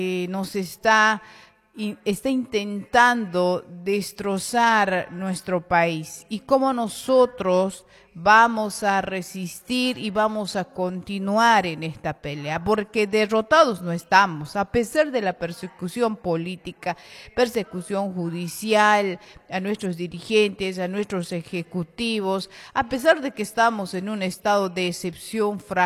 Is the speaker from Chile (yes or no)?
no; Bolivia; tenemos que reconciliarnos todos los bolivianos y bolivianas